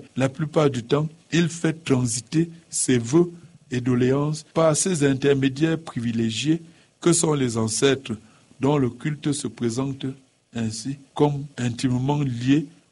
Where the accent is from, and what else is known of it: Tonga, West, Cameroon